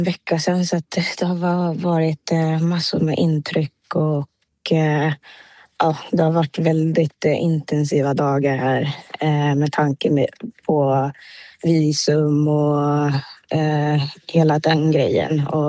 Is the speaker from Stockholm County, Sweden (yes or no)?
no; Umeå, Västerbotten County, Sweden; moved away as an adult; now in Manchester, United Kingdom; Umeå ligger väldigt nära hjärtat om mig, så att ja, det betyder väldigt mycket att även kunna representera där jag växte upp